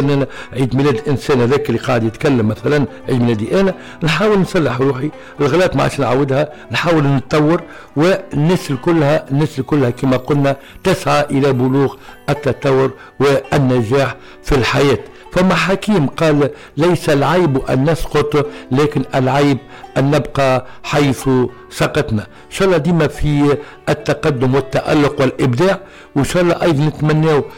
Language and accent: Arabic; Tunisia; بلادنا تونس الحبيبة